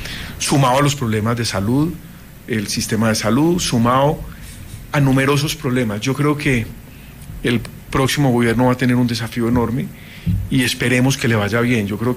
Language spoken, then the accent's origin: Spanish; Colombia; eso genera una felicidad como ciudadano, como colombiano